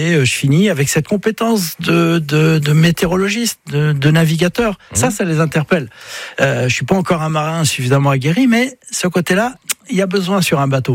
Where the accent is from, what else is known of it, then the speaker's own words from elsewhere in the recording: Brittany, France; ben, je suis breton et puis je le ressens profondément.